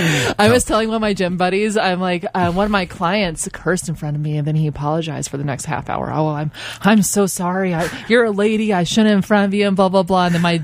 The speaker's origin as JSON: {"language": "English", "region": "Arizona", "country": "United States", "tie": "born or raised there", "said": "Well, I grew up in Arizona. And okay. So there are a lot of Spanish there"}